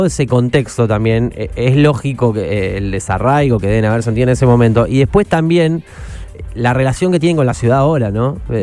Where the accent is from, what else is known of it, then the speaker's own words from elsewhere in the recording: Rosario, Santa Fe, Argentina; nos atraviesa tanto como argentinos y como rosarinos